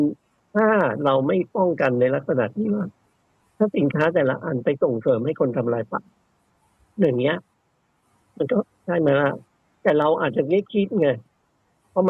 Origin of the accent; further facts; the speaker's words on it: China; now in Thailand; 20กว่าปีผมไปที่บ้านเกิดที่เมืองจีนนะครับ